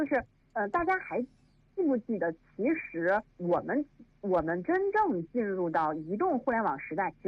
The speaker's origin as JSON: {"language": "Chinese", "country": "China"}